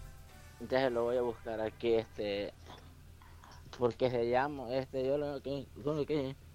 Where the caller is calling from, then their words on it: San Francisco Gotera, Morazán, El Salvador; De aquí de Colonia Las Flores de Gotera, aquí, Polilingo.